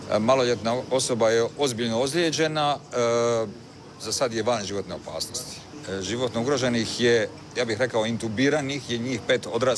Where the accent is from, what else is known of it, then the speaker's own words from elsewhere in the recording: Omiš, Split-Dalmatia County, Croatia; Ja sam iz Omiša i primate pacijente koji su vaši sugrađani, koje poznajete osobno.